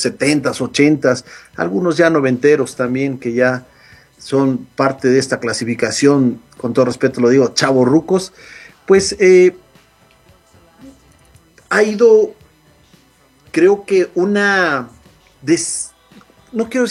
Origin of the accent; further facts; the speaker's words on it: Zacatepec, Morelos, Mexico; moved away; de donde soy originario, el Zacatepec